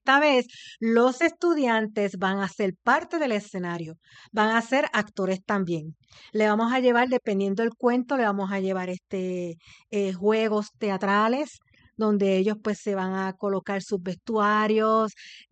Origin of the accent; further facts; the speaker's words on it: Puerto Rico; Sí, pues somos 6 autoras puertorriqueñas.